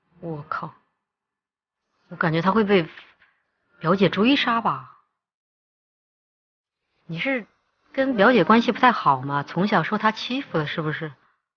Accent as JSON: {"language": "Chinese", "region": "Chongqing", "country": "China", "tie": "born or raised there", "moved": "yes", "said": "我老家是重庆的嘛，全是山，我们那儿不骑自行车"}